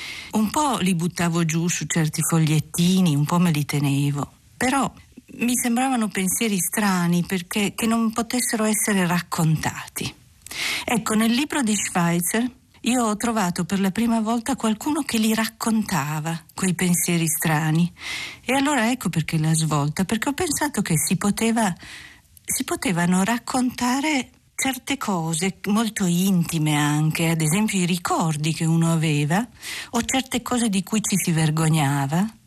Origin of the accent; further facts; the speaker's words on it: Turin, Piedmont, Italy; Ho 51 anni, sono nata a Torino, non mi sono mai mossa dalla mia città